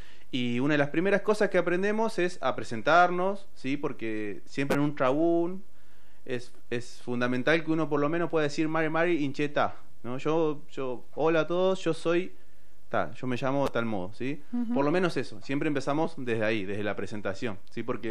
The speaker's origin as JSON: {"language": "Spanish", "town": "Allen", "region": "Río Negro", "country": "Argentina", "moved": "yes", "said": "yo vengo del Curelefú, ¿sí? Es una forma de presentarme, decirles que vengo del Río Negro, de un pequeño pueblo que hoy se llama Allen, pero que antiguamente sabemos que fue Huaycuñelo. Ese pueblo está a la orilla del Río Negro."}